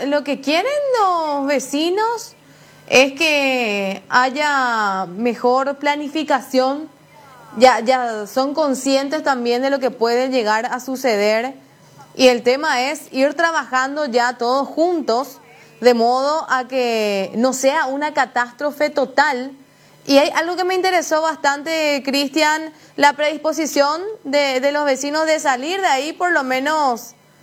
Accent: Asunción, Paraguay; nosotros somos de Barrio Obrero, conocemos también un poco el tema.

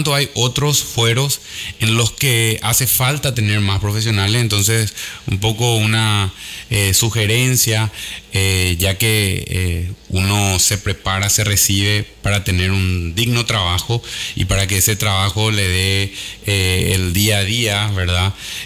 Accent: Paraguay; creer en nosotros mismos como paraguayos

